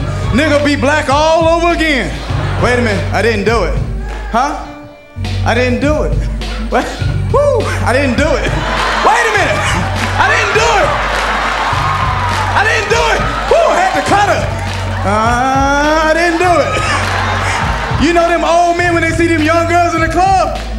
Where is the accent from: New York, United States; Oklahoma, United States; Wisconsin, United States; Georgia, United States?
Georgia, United States; Atlanta; I'm from Atlanta, Georgia